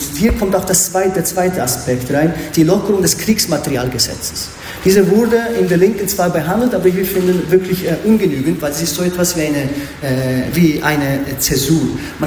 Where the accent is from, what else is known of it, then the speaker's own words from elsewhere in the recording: Switzerland; wir als Schweizer Staat möchten auch eine engere Kontrolle über euch haben.